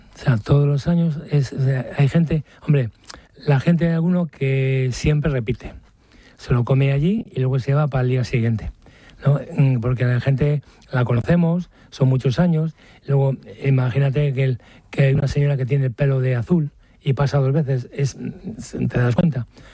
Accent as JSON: {"language": "Spanish", "town": "Maliaño", "region": "Cantabria", "country": "Spain", "said": "como nos llaman cachoneros a los que somos de Maliaño"}